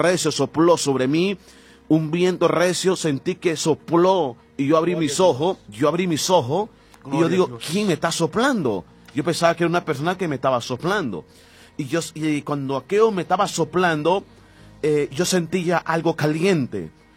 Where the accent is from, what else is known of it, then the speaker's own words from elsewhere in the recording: Nicaragua; moved away; y allá en Nicaragua, en mi país